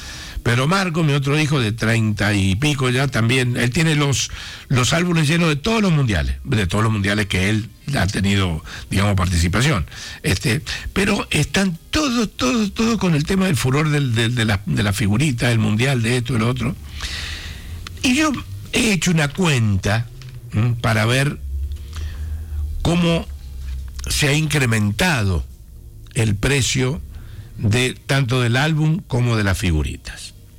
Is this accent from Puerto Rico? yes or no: no; Argentina; Le hablo de Argentina